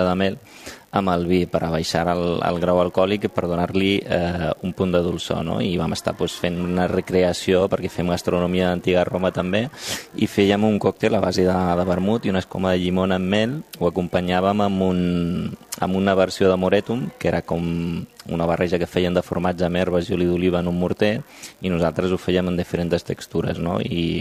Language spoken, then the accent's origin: Catalan; Tarragona, Catalonia, Spain; Bueno, Tarragona. Jo soc de Tarragona.